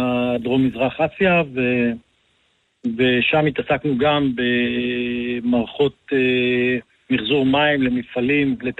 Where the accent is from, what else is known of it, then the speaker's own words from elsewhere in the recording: Kfar HaNagid, Central District, Israel; also born or lived in Singapore; אני גדלתי במושב כפר הנגיד, וגדלתי למשפחה של חקלאים, בעיקר מטעים, קרמים, פרדסים